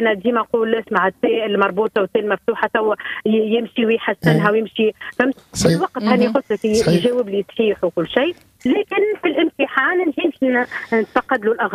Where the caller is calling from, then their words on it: Tunis, Tunis Governorate, Tunisia; أنا ساكنة في تونس العاصمة.